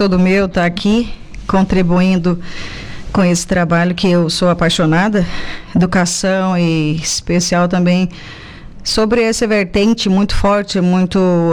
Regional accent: Belém, Pará, Brazil; Depois voltei para Belém, que é a minha terra natal, e lá continuamos os nossos trabalhos, né?

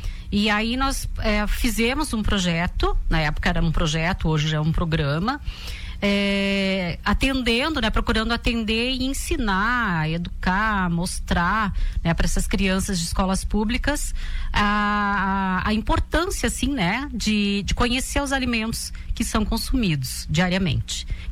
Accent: Lages, Santa Catarina, Brazil; also born or lived in Florianópolis; Eu sou lagiana, eu sou daqui mesmo.

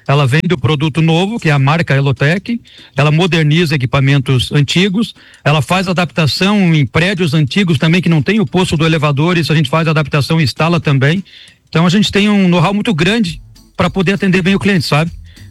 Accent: São José do Cerrito, Santa Catarina, Brazil; also born or lived in Rio do Sul; Não, eu nasci em Rio do Sul, mas até os 13 anos eu me criei em São José do Cerrito.

